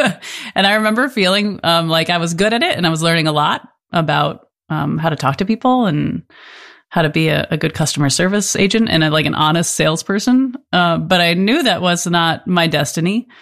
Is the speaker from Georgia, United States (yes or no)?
no; Farmington, Connecticut, United States; I grew up in Farmington, Connecticut, and it was a nice place to be. And I also came out of the closet as a gay person in the 90s there